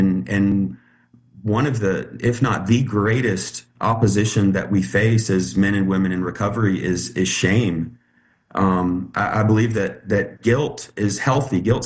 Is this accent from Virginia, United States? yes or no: yes; Richmond, Virginia, United States; now in Southwest Virginia, United States; So I moved here from Richmond, Virginia, about a week after my high school graduation, with my mom and my dad and my daughter, who I had when I was 16.